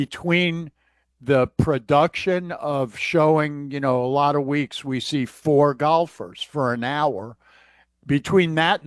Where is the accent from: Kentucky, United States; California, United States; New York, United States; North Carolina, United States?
New York, United States; Long Island; I grew up on Long Island, but we used to go into the city to play pickup basketball